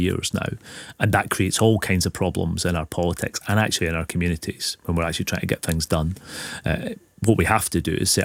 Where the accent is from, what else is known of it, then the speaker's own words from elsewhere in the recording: Dundee, Scotland, United Kingdom; I come from Dundee, which is the highest percentage of people who voted yes in 2014.